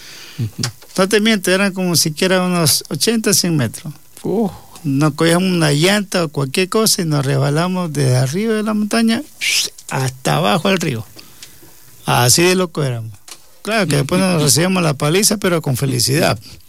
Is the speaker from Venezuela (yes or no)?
no; Puerto Viejo, Costa Rica; Yo vengo de Puerto Viejo, allá aparte del mango y el tamarindo, porque le dicen la reserva tamarindo